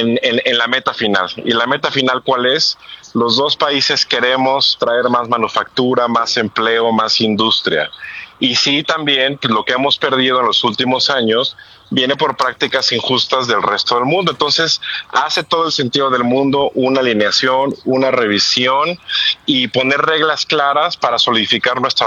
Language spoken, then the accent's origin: Spanish; Mexico; also born or lived in Los Angeles, United States